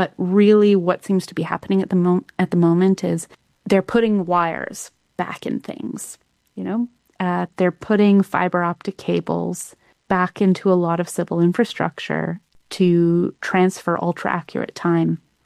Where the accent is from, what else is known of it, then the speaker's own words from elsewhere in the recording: Canada; I'm Canadian.